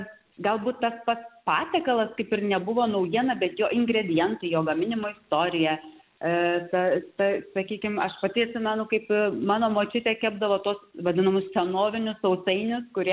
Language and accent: Lithuanian; Šiauliai County, Lithuania; aš pati iš Šiaulių krašto